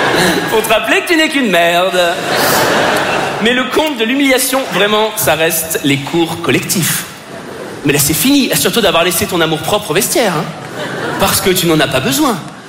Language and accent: French; Paris, Île-de-France, France; Parce que je suis parisien et superficiel.